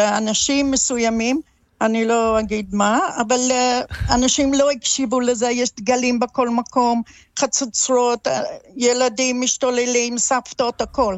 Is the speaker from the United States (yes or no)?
no; London, United Kingdom; Hebrew is a second language; moved away as an adult; now in Israel; אני מהאיסט אנד. אהה. זה קרוב לתמזה, אבל שם גדלתי עם האזור של המון יהודים